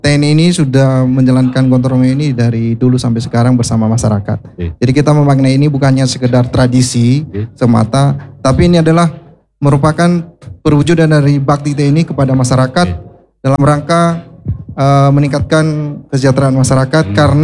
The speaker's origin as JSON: {"language": "Indonesian", "area": "Nias", "region": "North Sumatra", "country": "Indonesia", "tie": "born there", "moved": "yes", "lives_now": "Banjarnegara, Indonesia", "said": "saya kelahiran Nias Sumatera Utara."}